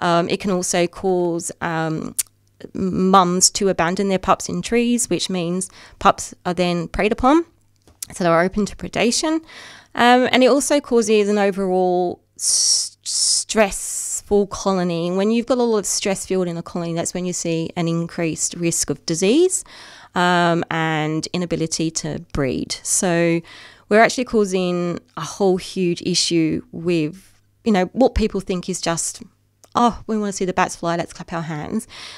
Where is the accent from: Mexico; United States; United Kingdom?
United Kingdom; now in Australia; my hometown back home in the UK